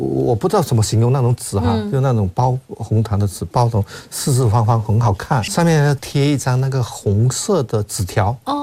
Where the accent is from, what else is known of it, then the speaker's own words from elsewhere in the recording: Chaoshan, Guangdong, China; 在我们广东的潮汕那边，粤东潮汕那边还有聘猫这种习俗。我小时候就亲眼看过聘猫的这种仪式。